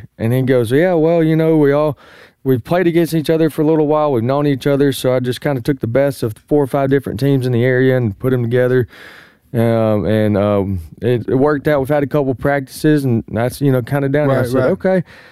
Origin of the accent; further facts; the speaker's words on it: Tupelo, Mississippi, United States; I said, we're from Tupelo, Mississippi. And he said, where's that?